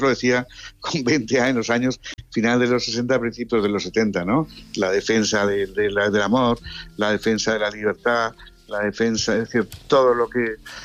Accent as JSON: {"language": "Spanish", "town": "Madrid", "region": "Community of Madrid", "country": "Spain", "tie": "born there", "said": "Pero soy también al mismo tiempo el único que es de Madrid, yo nací en Madrid."}